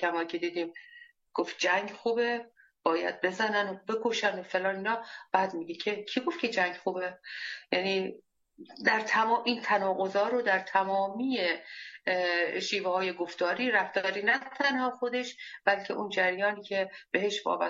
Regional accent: Iran; به عنوان یک ایرانی که دلش برای آزادی مردم ایران میتپه

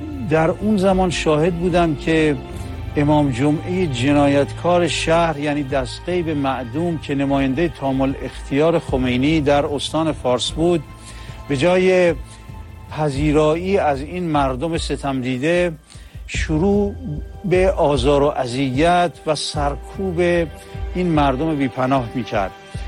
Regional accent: Shiraz, Fars, Iran; من شیرازی هستم.

